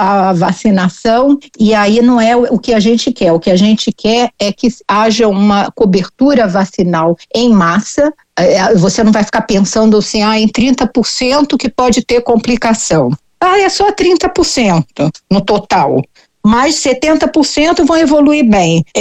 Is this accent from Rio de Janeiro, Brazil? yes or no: yes; Rio de Janeiro, Brazil; Eu, por exemplo, sou do Rio